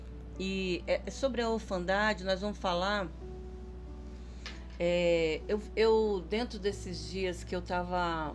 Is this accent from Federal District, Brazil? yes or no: no; Espírito Santo, Brazil; moved away as an adult; now in Bahia, Brazil; eu sou do Espírito Santo, né? Vim para cá tem uns 3 anos mais ou menos.